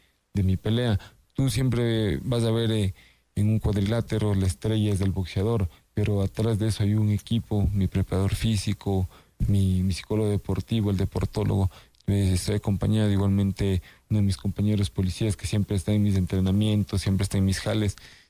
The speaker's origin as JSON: {"language": "Spanish", "region": "Sierra", "country": "Ecuador", "said": "soy ecuatoriano"}